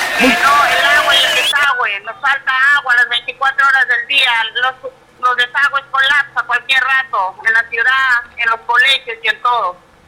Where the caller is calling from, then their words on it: Túcume, Lambayeque, Peru; Del cercado de Tucumán